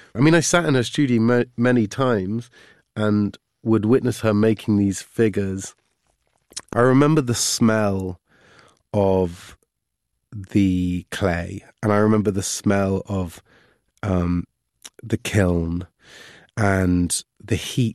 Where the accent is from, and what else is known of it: Cheltenham, South West England, United Kingdom; born or raised there